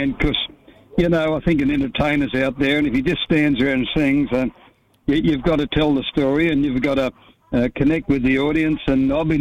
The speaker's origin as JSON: {"language": "English", "town": "Alice Springs", "region": "Northern Territory", "country": "Australia", "tie": "born or raised there", "moved": "as an adult", "said": "I can't wait to get back to my hometown. I still call it my hometown, although. I've been coming and going for a lot of years now, but all my family's still up there. So, and you know, I went to school up there and everything. You know, all my schooling was done in Alice Springs."}